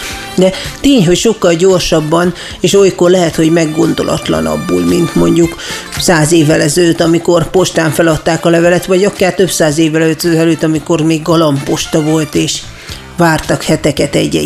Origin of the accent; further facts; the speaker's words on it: Debrecen, Hajdú-Bihar, Hungary; Hozzáteszem, én Debrecenbe születtem, nőttem föl, és itt is élek, és ha nem muszáj, én nem hagynám el Debrecen